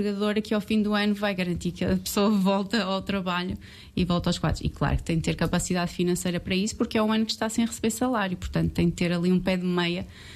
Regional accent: Aveiro, Centro, Portugal; also born or lived in Porto; Nasci cá, estudei no Porto, na altura da universidade, mas sempre estive em Aveiro.

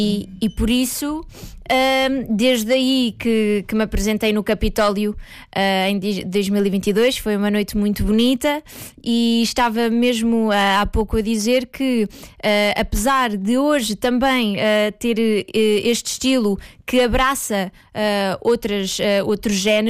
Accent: Coimbra, Centro, Portugal; Eu sou de Coimbra, vinha para Lisboa cantar nas casas de fado.

